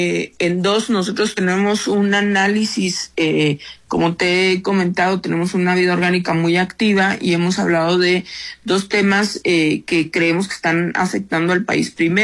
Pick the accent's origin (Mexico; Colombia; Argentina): Mexico; Chihuahua; born or raised there